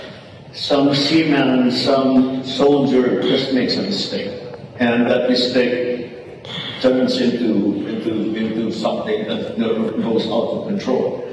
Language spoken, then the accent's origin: English; Philippines